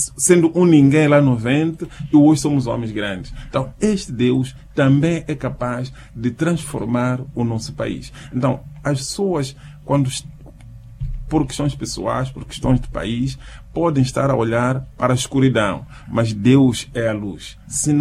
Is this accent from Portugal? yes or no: no; Mozambique; nós, como moçambicanos